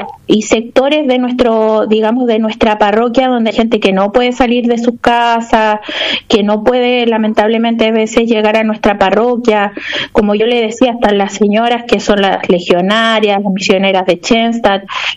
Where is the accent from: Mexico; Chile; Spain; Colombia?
Chile; accent: Chilean; moved away as an adult; now in Tucumán, Argentina; soy chilena por mi acento